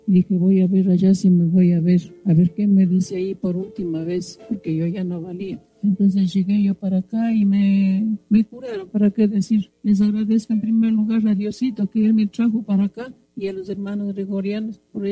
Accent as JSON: {"language": "Spanish", "town": "Izamba", "region": "Tungurahua", "country": "Ecuador", "said": "Yo vengo de acá de Izamba … vengo aquí a agradecer a los hermanitos gregorianos"}